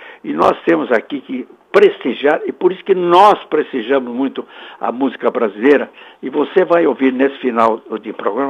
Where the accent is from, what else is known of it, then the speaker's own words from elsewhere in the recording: São Paulo, Brazil; não sou carioca, sou paulista.